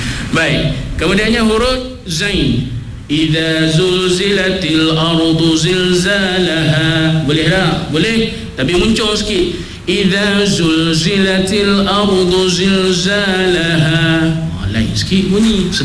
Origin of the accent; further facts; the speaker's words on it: Kedah, Malaysia; Saya orang Kedah juga, orang utara juga, orang Pinang juga.